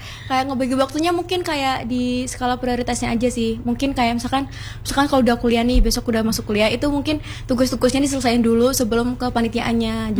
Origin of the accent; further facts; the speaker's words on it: Trenggalek, East Java, Indonesia; moved away as an adult; now in Malang, Indonesia; aku asli Trenggalek.